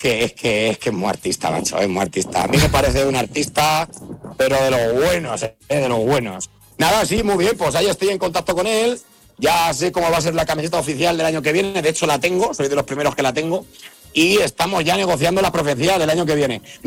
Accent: Madrid, Community of Madrid, Spain; Que yo vengo de Madrid, aposta para vigilarle que hoy es fiesta allí, ¿sabes?

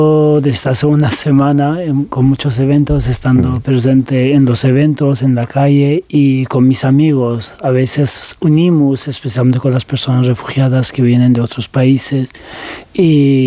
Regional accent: Tehran, Tehran Province, Iran; Spanish is a second language; tanto que yo crecí en Teherán, los años en infancia mi familia mudaron a Teherán

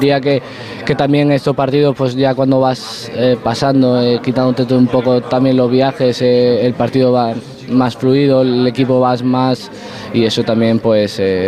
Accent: Extremadura, Spain; he sentido muy, muy querido en Extremadura, la verdad. También cuando tengo la oportunidad de ir a mi pueblo, toda esa gente que te arropa.

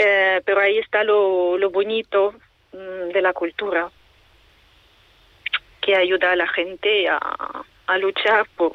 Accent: Kyiv, Ukraine; now in Logroño, Spain; yo que soy de Kiev

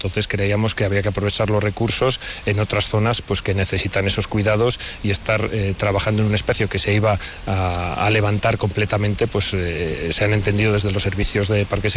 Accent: Valladolid, Castile and León, Spain; para nosotros como vallisoletanos

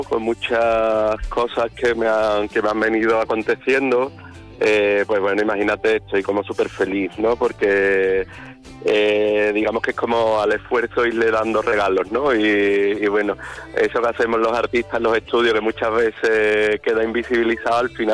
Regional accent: Andalusia, Spain; Y como andaluces, además, tenemos la suerte de tener una historia vastísima

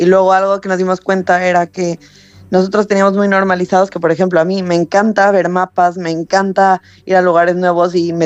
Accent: Mexico; moved away as an adult; now in Madrid, Spain; yo antes soy mexicana, ahora mismo llevo 10 años por aquí.

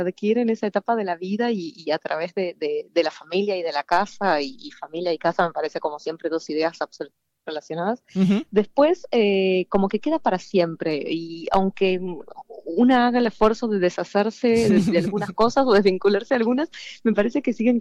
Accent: Argentina; born or raised there; now in Spain

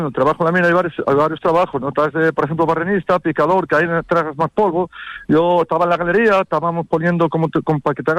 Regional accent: Turón, Asturias, Spain; Yo soy de Turón, un pueblo de al lado de Mieres, un pueblo minero.

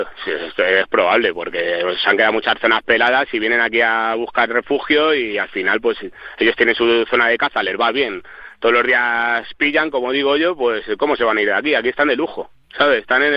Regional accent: Madrid, Community of Madrid, Spain; moved away as an adult; now in San Bartolomé de Pinares, Spain; Yo soy una persona que soy madrileño, pero llevo viviendo en el pueblo 20 años y yo no me quiero ir del pueblo para nada.

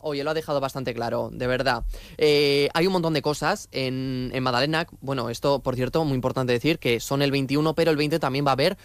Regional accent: Mungia, Basque Country, Spain; yo soy de Meñaca, ¿sí?, y ella es de Bermeo.

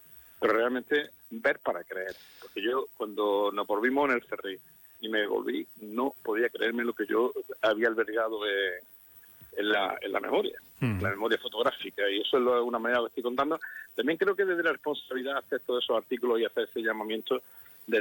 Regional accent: Spain; soy español, que es lo que más me conmueve en este momento.

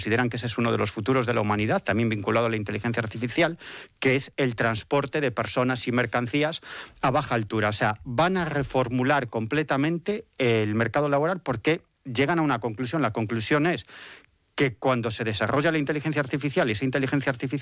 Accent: Galicia, Spain; como decimos en mi tierra, a velas vir, en gallego.

